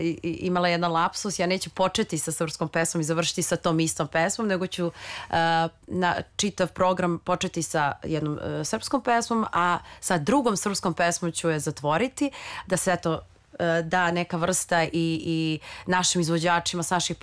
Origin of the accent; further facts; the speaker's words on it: Serbia; nego mi kao mi Srbi ili iz regiona.